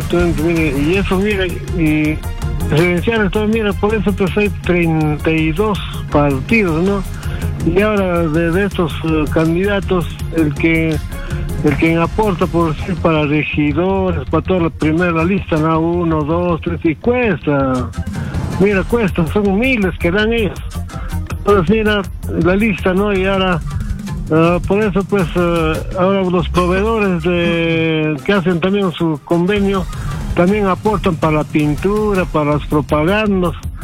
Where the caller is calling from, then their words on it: Lima, Peru; de Cercado de Lima